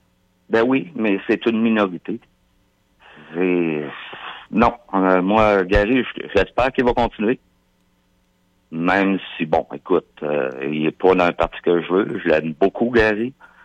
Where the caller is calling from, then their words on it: Quebec, Canada; moi, je suis de la Beauce